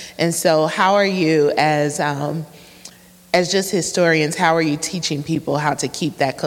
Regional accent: Chicago, Illinois, United States; growing up in Chicago

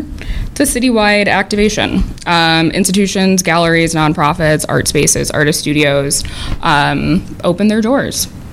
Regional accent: Evanston, Illinois, United States; also born or lived in New York; now in Chicago, United States; I'm from Evanston. I'm from North Shore suburbs of Chicago. And I went to school in New York for 2 years, came back

